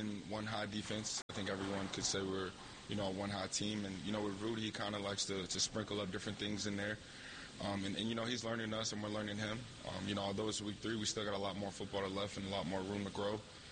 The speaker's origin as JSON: {"language": "English", "region": "New Jersey", "country": "United States", "said": "North Jersey."}